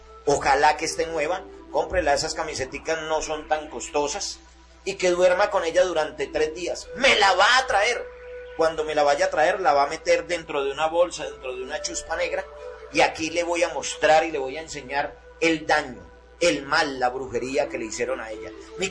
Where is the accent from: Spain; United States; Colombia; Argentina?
Colombia; Armenia, Quindío; Hermano de la perfumería Quanon, soy de aquí de Armenia.